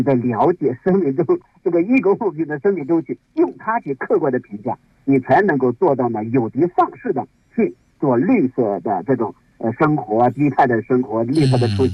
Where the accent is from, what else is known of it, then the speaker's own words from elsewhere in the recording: China; 是我们中国人提供给我们全世界、全人类的了解大自然、读懂大自然的一种